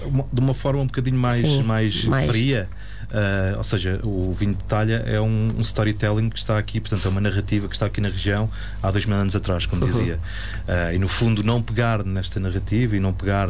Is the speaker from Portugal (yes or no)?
yes; Ourém, Portugal; moved away; o meu avô é produtor de vinhos ali na zona de Orém, que é de onde eu sou originalmente.